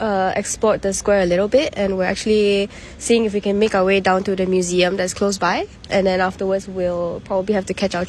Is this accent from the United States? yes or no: no; Singapore; We're from Singapore.